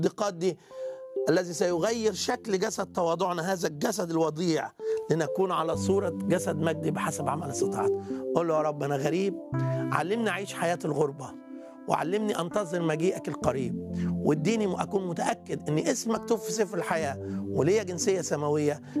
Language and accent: Arabic; Egypt; وانا راجع مصر من اي دوله مش محتاج فيزا، دي وطني، باسبوري مصري